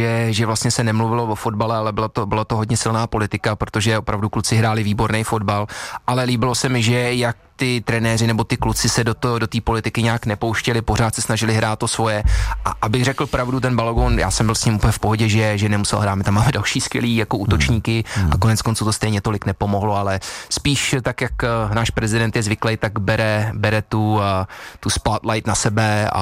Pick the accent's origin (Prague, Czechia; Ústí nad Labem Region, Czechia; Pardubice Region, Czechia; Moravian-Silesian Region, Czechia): Pardubice Region, Czechia; Pardubice; Ne, já jsem Pardubák.